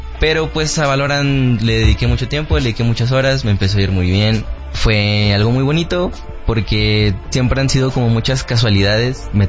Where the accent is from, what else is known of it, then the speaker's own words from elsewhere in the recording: Saltillo, Coahuila, Mexico; Y para mí fue como que, o sea, pues yo también soy de Saltillo, ¿sabes?